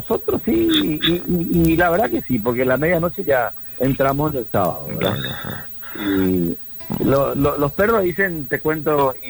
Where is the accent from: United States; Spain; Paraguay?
Paraguay